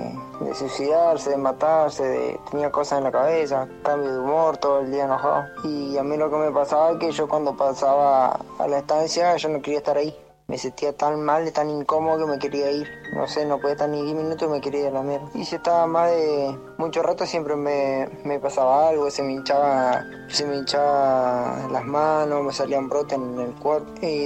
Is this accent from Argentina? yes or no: yes; Río Mayo, Chubut, Argentina; somos una familia de Río Mayo y toda nuestra vida trabajamos en el campo